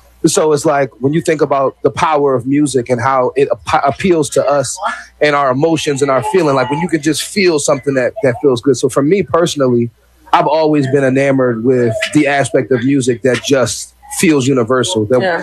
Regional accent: Philadelphia, Pennsylvania, United States; because I'm an artist from Philly

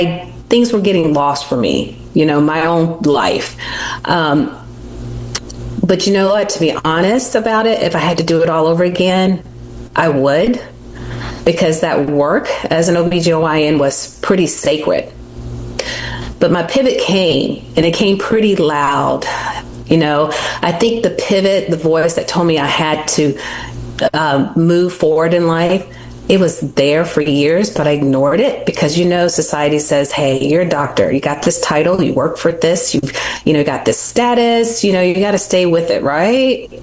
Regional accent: South Carolina, United States; I grew up in South Carolina in a house full of boys.

